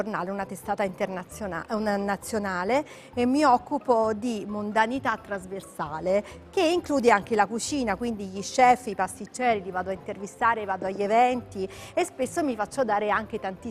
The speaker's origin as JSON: {"language": "Italian", "town": "Naples", "region": "Campania", "country": "Italy", "moved": "as an adult", "lives_now": "Rome, Italy", "said": "io sono napoletana"}